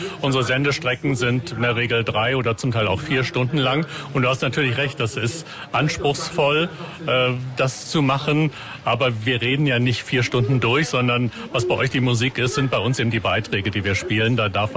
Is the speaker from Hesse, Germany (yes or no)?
no; Lower Saxony, Germany; Meine alte Heimat ist Südniedersachsen